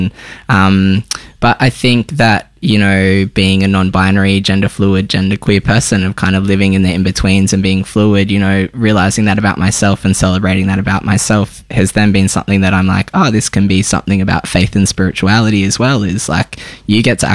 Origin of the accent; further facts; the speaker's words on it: Tamworth, New South Wales, Australia; also born or lived in Sydney; now in Melbourne, Australia; I grew up in Tamworth. I moved to Sydney, did my studies, started the church there, did all my kind of like harsh Christianity, wonderful Christianity journey in Sydney, and then I've been down in Naarm in Melbourne for the last year or so.